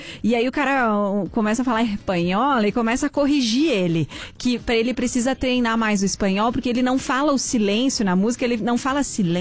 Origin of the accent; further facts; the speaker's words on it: Brazil; Somos brasileiros